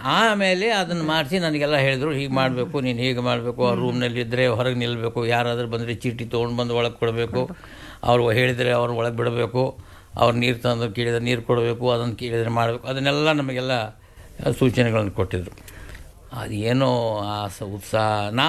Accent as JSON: {"language": "Kannada", "town": "Hubballi", "region": "Karnataka", "country": "India", "tie": "born there", "also_born_or_lived": "Dharwad", "said": "ಆದರೆ ನಮ್ಮ ತಂದೆಯವರು ಧಾರವಾಡದಲ್ಲಿ ವಕೀಲಿ ಮಾಡ್ತಾ ಇದ್ದರು, ಆದ್ದರಿಂದ ಅಲ್ಲಿಯೇ ಅವರು ನೆಲೆಸಿದರು. ನಮ್ಮ ತಾಯಿ ಹುಬ್ಬಳ್ಳಿಯವರಾದ್ದರಿಂದ ನಾನು ಹುಬ್ಬಳ್ಳಿಯಲ್ಲಿ ಜನಿಸಿದೆ."}